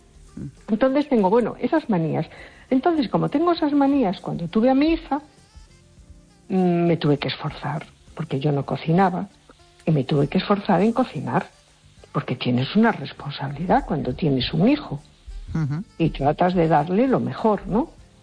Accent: A Coruña, Galicia, Spain

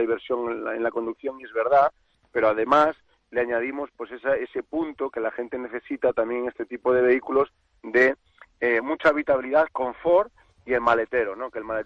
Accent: Galicia, Spain; Yo como gallego

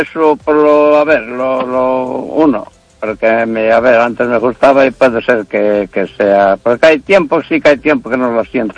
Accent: A Coruña, Galicia, Spain; ahora en este momento estoy aquí llegando a Tabeallo, pero yo soy de Coruña.

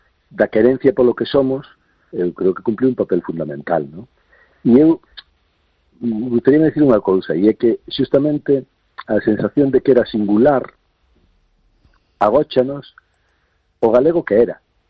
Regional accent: Galicia, Spain; o seu altísimo nivel reflicte o que somos como galegos e galegas, ¿no?

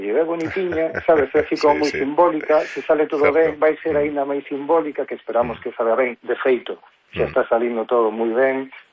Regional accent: Corcubión, Galicia, Spain; Somos aquí, somos de Corcubión, pero claro, non coñecíamos nada o camiño.

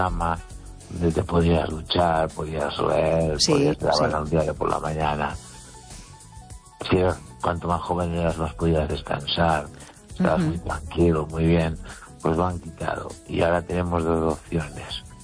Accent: Galicia, Spain; Y mi pueblo está a unos 9 kilómetros 8 de Los Peares. Está en la base de la montaña.

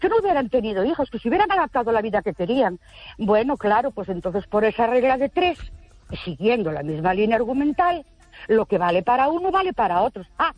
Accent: Ourense, Galicia, Spain

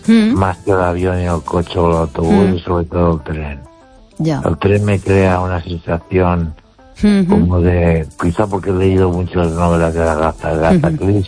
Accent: Galicia, Spain; Y mi pueblo está a unos 9 kilómetros o 8 de los Peares. Están en la altura de la montaña. Entonces bajábamos en los Peares.

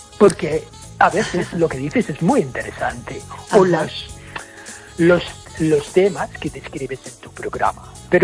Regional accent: Ireland; Spanish is a second language; Yo soy irlandés y te prometo que cuando hablo en inglés hablo bastante más rápido que cuando hablo en español, porque obviamente mi español no es, no es tan fluido como mi inglés.

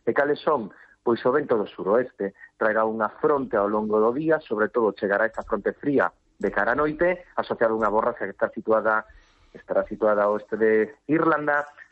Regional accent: Galicia, Spain; pero non debería de sorprendernos como galegos.

